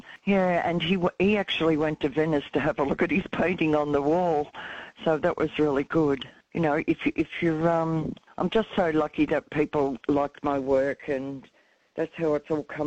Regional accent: Gordon, Victoria, Australia; I'm from Gordon near Ballarat, and my mob is Wurrung.

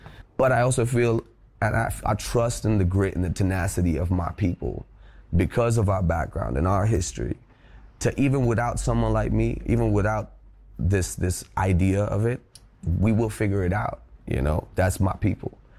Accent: India; I'm from India, which is very important. It's where, it's my roots. It's a huge part of who I am.

